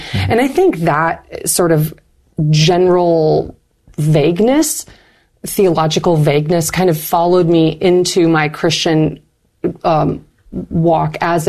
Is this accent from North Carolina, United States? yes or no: no; Michigan, United States; there's a Northern Michigan University is also in my hometown